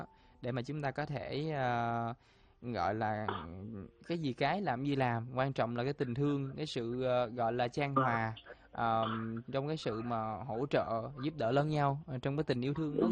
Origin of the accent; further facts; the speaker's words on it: Dong Thap, Vietnam; Miền Tây Đồng Tháp.